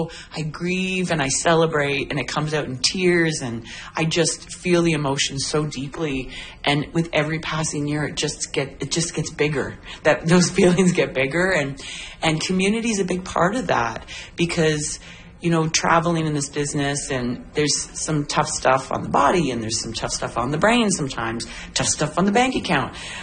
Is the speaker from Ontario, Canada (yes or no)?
yes; Prince Edward County, Ontario, Canada; now in Kingston, Canada; I'm not originally born and raised in Kingston, that I can brag about it, because I've lived there for 22 years. It is home. I'm from Prince Edward County, an hour down the road.